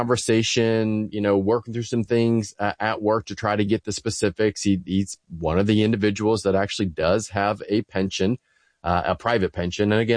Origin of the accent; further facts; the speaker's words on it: Ohio, United States; we are here in Ohio, actually thinking of the team, all born and raised in Ohio.